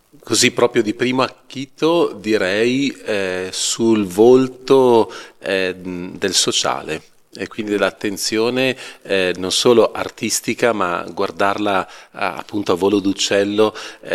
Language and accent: Italian; Lombardy, Italy; now in Cremona, Italy; Io mi affaccio sempre volentieri anche dalla parte nord per guardare il mio paese d'origine